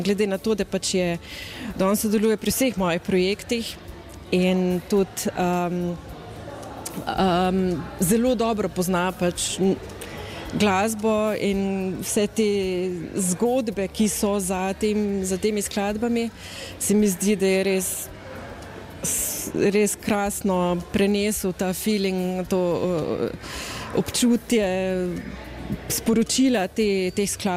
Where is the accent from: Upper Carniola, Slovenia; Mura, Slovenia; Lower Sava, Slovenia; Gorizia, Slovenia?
Lower Sava, Slovenia; Krško; now in Graz, Austria; v mojem domačem kraju v Krškem